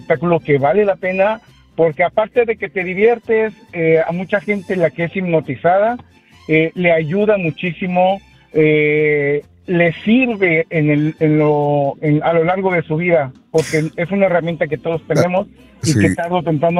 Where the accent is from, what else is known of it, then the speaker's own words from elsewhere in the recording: Mexico City, Mexico; also born or lived in Veracruz; En Veracruz, pero me crié en la Ciudad de México.